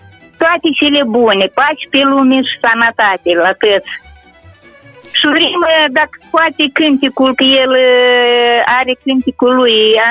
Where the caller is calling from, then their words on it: Bălți, Moldova; Suntem de la Elizaveta Bălți